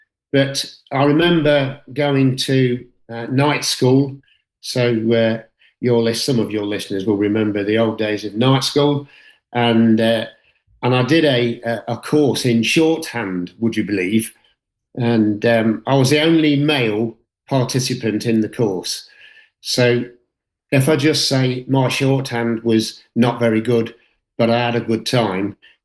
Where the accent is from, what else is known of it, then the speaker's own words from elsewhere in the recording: Leicester, East Midlands, United Kingdom; I was born and bred in Leicester. I still live in Leicestershire, and I was the youngest of three children, and we lived in a little terraced house in the centre of Leicester